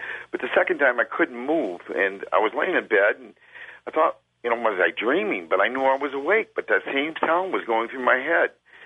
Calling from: Grand Rapids, Michigan, United States; from Grand Rapids, Michigan.

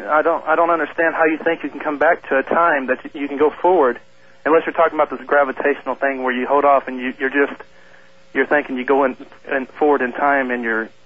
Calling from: Everett, Washington, United States; Everett, Washington.

